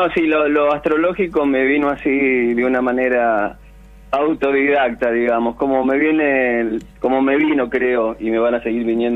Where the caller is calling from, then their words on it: Santa Fe Province, Santa Fe, Argentina; desde Verabeú, provincia de Santa Fe, en la República Argentina.